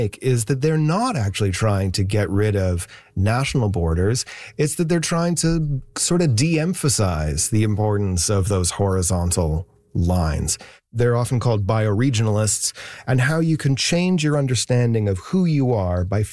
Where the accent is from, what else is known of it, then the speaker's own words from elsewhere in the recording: Canada; So we can't get carried away. We're still Canadian here in Vancouver.